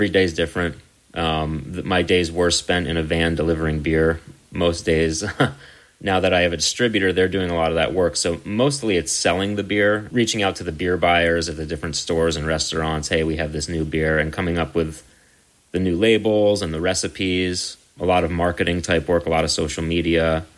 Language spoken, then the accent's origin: English; New Jersey, United States; I grew up in New Jersey with a group of musicians that we all moved here and played in a band for a long time.